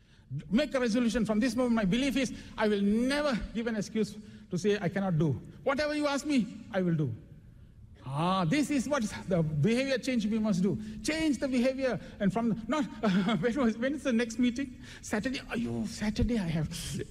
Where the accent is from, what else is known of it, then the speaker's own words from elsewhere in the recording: Malaysia; where are you from? Malaysia.